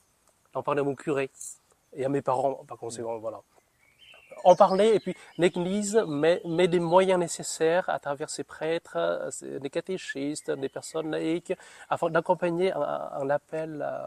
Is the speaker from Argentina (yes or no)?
no; Northern Vietnam, Vietnam; moved away as an adult; now in France; je viens du Vietnam, du nord du Vietnam, il y a presque 20 ans.